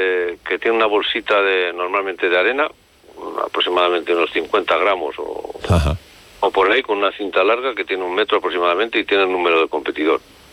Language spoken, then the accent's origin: Spanish; La Rioja, Spain; Pues porque soy riojano. Hay muchas cosas bonitas, pero la verdad es que La Rioja, sobre todo la zona esta de La Rioja Alta, con tres ríos que tenemos